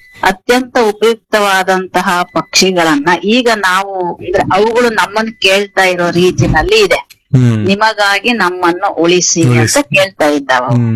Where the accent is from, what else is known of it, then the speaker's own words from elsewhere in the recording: Kolar, Karnataka, India; ನಮ್ಮ ಕೋಲಾರದಲ್ಲಿ